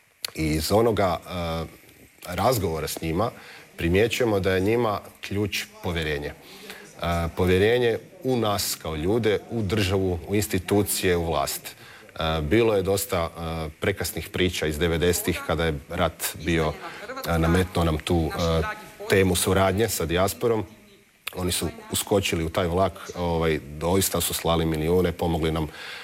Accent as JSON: {"language": "Croatian", "town": "Zagreb", "region": "City of Zagreb", "country": "Croatia", "tie": "born or raised there", "said": "ja sam rođen u Zagrebu"}